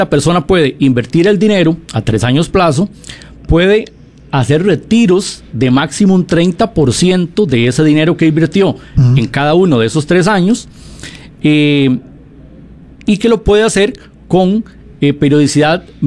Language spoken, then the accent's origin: Spanish; San Marcos de Tarrazú, San José, Costa Rica; Yo soy de San Marcos de Tarazú. De la zona de Los Santos.